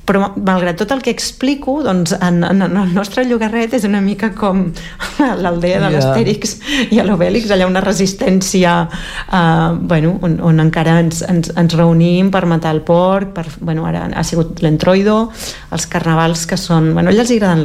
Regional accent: Galicia, Spain; Soc de la Galícia, diguéssim, central, de l'interior

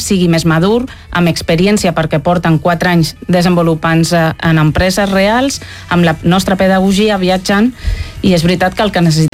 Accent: Madrid, Community of Madrid, Spain; Catalan is a second language; soc de Madrid, per això que dic

